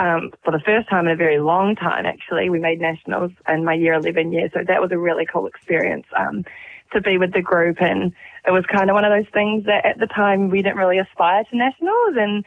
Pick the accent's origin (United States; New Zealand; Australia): New Zealand; Taranaki; being born and bred in Taranaki